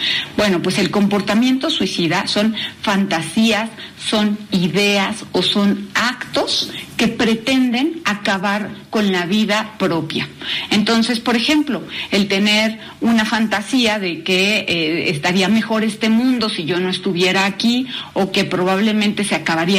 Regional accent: Mexico

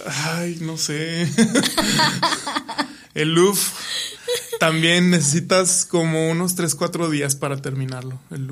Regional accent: Mexico; Sor Juana fue ahora sí que una pionera en mi país, que es México.

